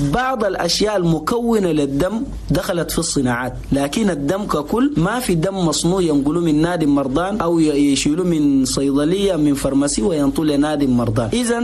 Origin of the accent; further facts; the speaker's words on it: Chad; نقول لأخواننا المواطنين جميعا في بلدنا تشاد